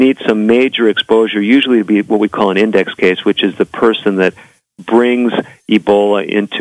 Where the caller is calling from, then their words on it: Albuquerque, New Mexico, United States; I'm speaking from Albuquerque, New Mexico.